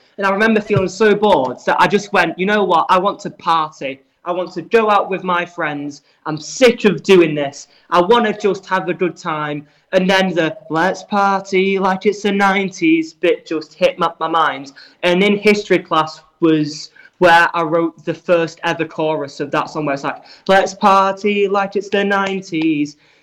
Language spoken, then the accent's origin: English; Manchester, North West England, United Kingdom; I was there when they toured the UK, and I'm from Manchester, but I went to London, which is like a 6-hour drive to them